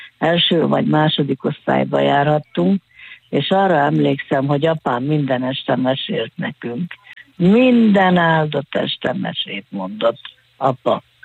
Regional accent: Nagyecsed, Szabolcs-Szatmár-Bereg, Hungary; 3 vagyunk lányok, és akkor Nagyecseden születtünk, ott is laktunk sokáig

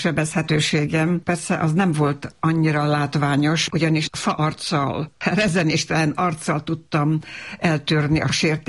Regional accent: Novi Sad, Vojvodina, Serbia; Hát Újvidéken, a városban nőttem fel, szerb környezetben, tehát az utcán szinte ugyanabban az időben tanultam meg magyarul is, meg szerb is, tehát ez a két nyelvűség az olyan természetes volt

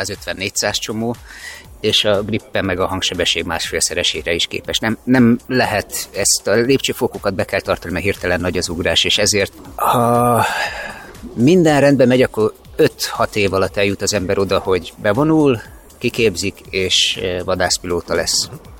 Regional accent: Halásztelek, Pest, Hungary; Gyerekkoromban én halásztelken nőttem fel a tököri reptér mellett, ott a 80-as években még elég sok repülőgép volt

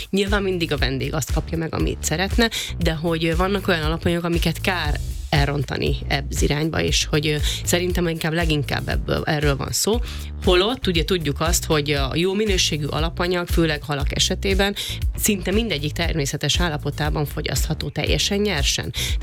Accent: Szekszárd, Tolna, Hungary; én ugye szekszárdi lány vagyok, mi a Duna mellett nőttünk fel, mi bajai halászlevet eszünk minden hónapban körülbelül kétszer.

